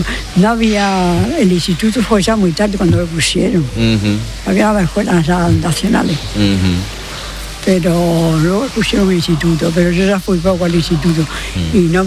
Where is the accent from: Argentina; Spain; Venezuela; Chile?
Spain; Extremadura; moved away as an adult; Nada, mira, me he criado en un pueblo. Soy extremeña.